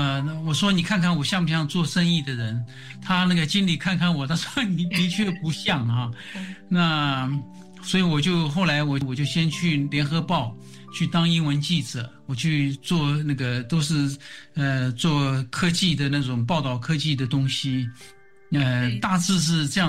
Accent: Hualien, Hualien County, Taiwan; moved away as an adult; also born or lived in Pingtung; 我是在屏东出生的，我爸爸呢当时是空军子弟学校的一个主任，他就在我大概4岁5岁的时候他就调到花莲市去当校长，

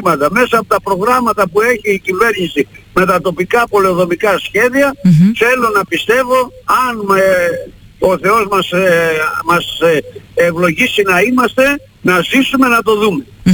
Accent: Vrachneika, Western Greece, Greece; now in Monodendri, Greece; εγώ είμαι από τα Βραχνέικα, αλλά τώρα έφτιαξα σπίτι στο μονοδέντρι, είμαι μονοδεντρίτης πλέον, αλλά εκεί είμαι και βραχιώτης

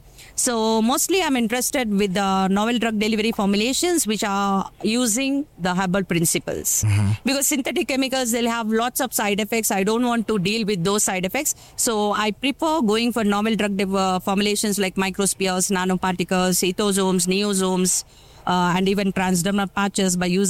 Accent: India; moved away as an adult; now in Kenya; I'm from India, basically.

